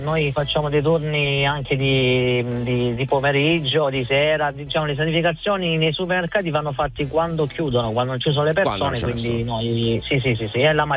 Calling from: Lecce, Apulia, Italy; Io sono di Lecce, no, abito a Lecce.

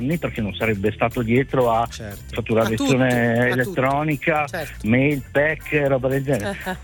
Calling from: Milan, Lombardy, Italy; Milano. Milano.

